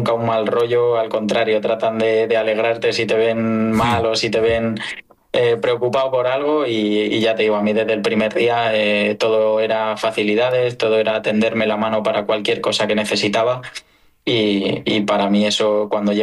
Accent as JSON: {"language": "Spanish", "country": "Spain"}